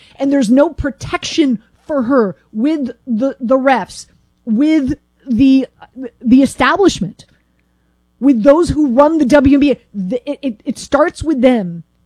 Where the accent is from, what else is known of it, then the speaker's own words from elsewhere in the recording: Miami, Florida, United States; I grew up in Miami